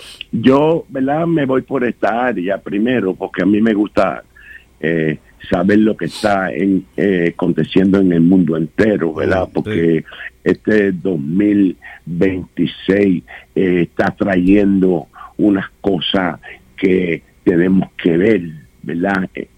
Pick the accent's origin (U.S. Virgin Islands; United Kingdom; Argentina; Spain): U.S. Virgin Islands; Porque soy nativo de las Islas Vírgenes. Nacido aquí.